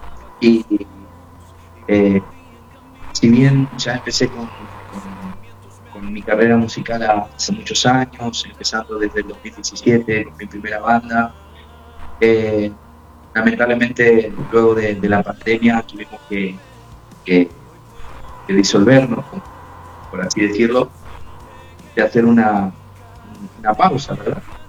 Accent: Argentina; tengo 34 años, soy argentino, soy papá, hijo de pastores misioneros.

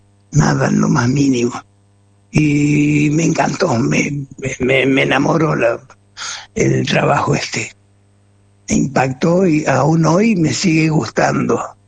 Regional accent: San Martín, Argentina; moved away; es en mi pueblo, en San Martín

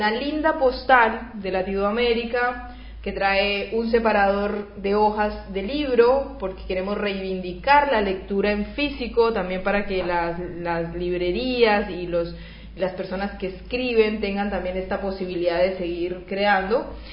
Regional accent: Colombia; vine de viaje acá a Argentina, pero soy colombiano, soy de no sé qué

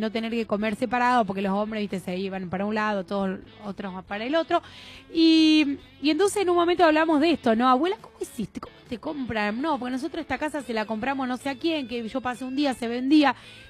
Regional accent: Argentina; no es tan malo vivir en nuestro país.

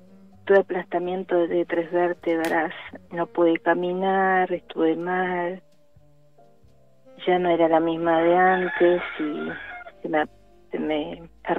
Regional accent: Tortuguitas, Buenos Aires Province, Argentina

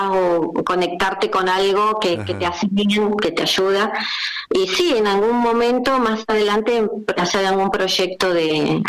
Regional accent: Fernández Oro, Río Negro, Argentina; Somos 12 personas, 11 personas de Allen, son de Allen y Fernández Oro. Bien. Somos tres de Fernández Oro, de … …, …

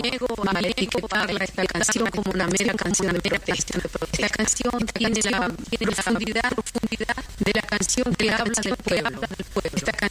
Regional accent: Chile; lo saben perfectamente los brasileños, que yo voy a ir a cantar el año que viene en marzo allí, lo saben los chilenos, mis compatriotas, lo saben los uruguayos.

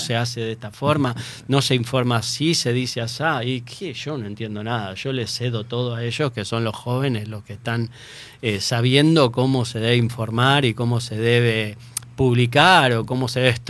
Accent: Buenos Aires, Argentina; born there; moved away as an adult; now in Paraná, Argentina; yo nací en Buenos Aires y vine acá a los 20 años

